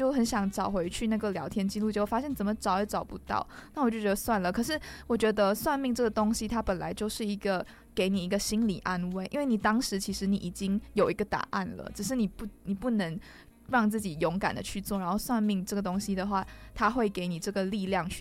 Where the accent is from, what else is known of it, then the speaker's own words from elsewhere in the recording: Malaysia; 因为我是马来西亚人嘛，然后其实马来西亚人也是蛮迷信的，就是我们这些宗教这些都是有的